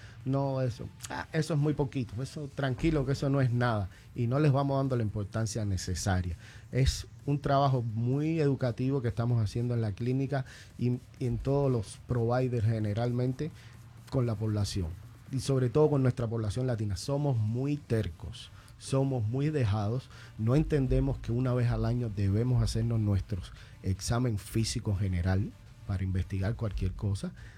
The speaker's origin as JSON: {"language": "Spanish", "country": "Cuba", "said": "En Cuba, de donde soy, tenemos un eslogan muy de eso que siempre lo decimos."}